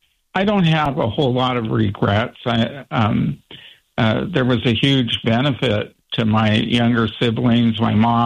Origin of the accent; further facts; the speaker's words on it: Wrangell, Alaska, United States; And, you know, I grew up in Wrangell.